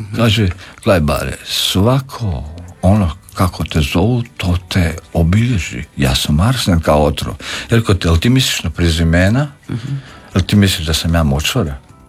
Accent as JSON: {"language": "Croatian", "town": "Vinkovci", "region": "Vukovar-Syrmia County", "country": "Croatia"}